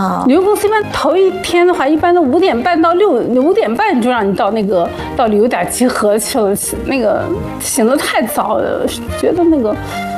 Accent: Xinjiang, China; moved away as an adult; now in Beijing, China; 因为我原来不在北京长大，我在新疆长大的，我妈我爸都到新疆工作，都是北京人，后来我在新疆工作两年，户口就回来了，我就从新疆回来了

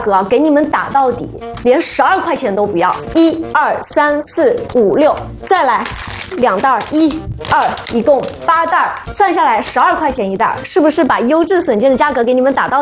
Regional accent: Le'an, Jiangxi, China; 我是来自江西的糯米笋之乡乐安。我们那儿的环境啊特别好，被评为中国天然氧吧

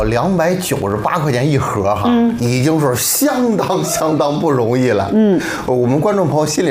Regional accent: Xuzhou, Jiangsu, China; 大家好，

